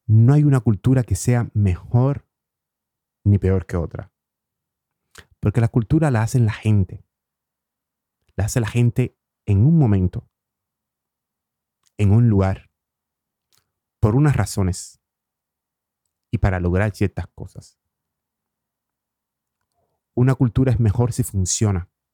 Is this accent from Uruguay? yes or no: no; Cuba; moved away as an adult; now in Oslo, Norway; para alguien que por primera vez había salido de casa, por primera vez había salido de Cuba